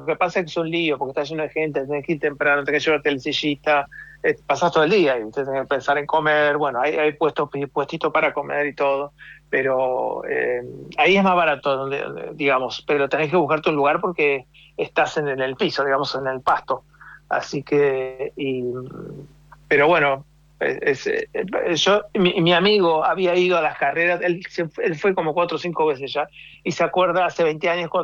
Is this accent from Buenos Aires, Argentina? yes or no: yes; Buenos Aires, Argentina; no nos quedamos siempre en Buenos Aires porque somos de Buenos Aires originalmente.